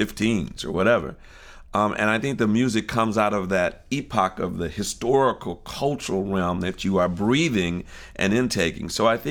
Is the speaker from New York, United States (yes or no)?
no; Detroit, Michigan, United States; I'm from Detroit, so I got to draw from being from this Midwestern town that had everything.